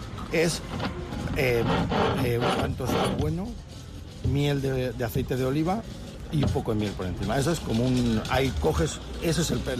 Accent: Legutiano, Basque Country, Spain; Hola, buenas. … de Villarreal, de Legutiano.

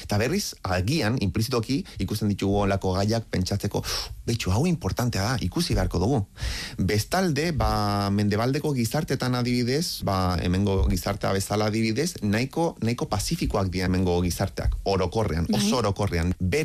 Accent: Chile; Ni txiletarra naiz, bai

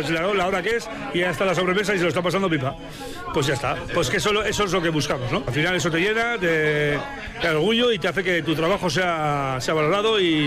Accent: Basque Country, Spain

